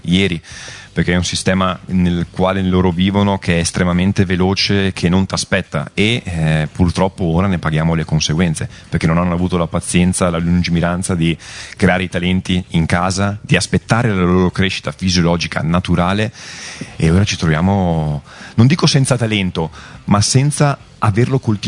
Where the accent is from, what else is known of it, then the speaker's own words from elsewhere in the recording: Cittadella, Veneto, Italy; E io stesso vengo da Cittadella, un paesino appunto dell'Alta Padovana